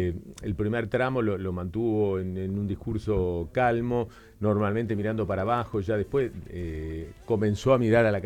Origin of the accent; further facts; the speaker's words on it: Uruguay; y así somos los uruguayos, somos de tener que aprender a convivir con otras clases de interpretaciones.